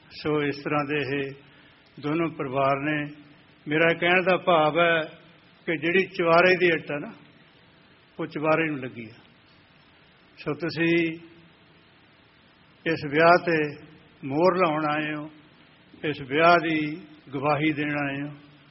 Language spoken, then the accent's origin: Punjabi; Punjab, India; ਵੈਸੇ ਤਾਂ ਜਿੰਨੇ ਵੀ ਅਸੀਂ ਪੰਜਾਬੀ ਹਾਂ ਸਾਰਿਆਂ ਨੇ ਮਿਹਨਤ ਕੀਤੀ ਆ